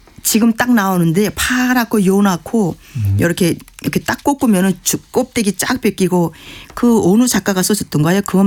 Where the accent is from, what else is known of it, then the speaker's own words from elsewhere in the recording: Pyongan, North Korea; 저는 평안도가 출신이지만 저희 아버님이 함경도 출신이고.